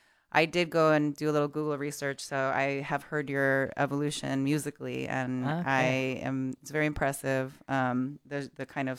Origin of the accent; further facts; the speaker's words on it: Jackson Heights, New York, United States; But I grew up in Jackson Heights.